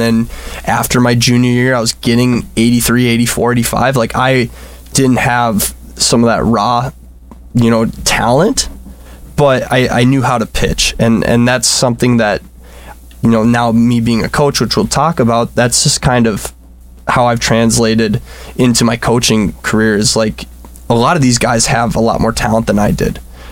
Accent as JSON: {"language": "English", "town": "Foley", "region": "Minnesota", "country": "United States", "tie": "born or raised there", "said": "growing up in Foley"}